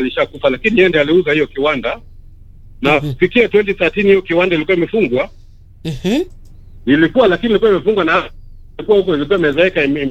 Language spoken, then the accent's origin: Swahili; Kenya; kama Mkenya